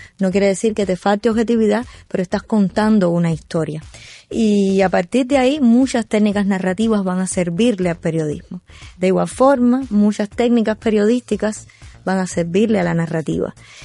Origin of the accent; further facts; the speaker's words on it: Cuba; Nuestra identidad cultural como cubanos está muy dada por esa mezcla de magia y fantasía con lo cotidiano.